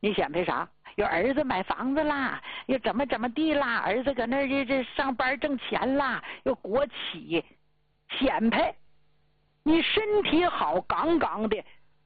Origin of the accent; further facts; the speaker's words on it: Northeast China, China; 让咱们东北人说上广州、深圳呐，他那被窝褥子都湿潮，咱待不了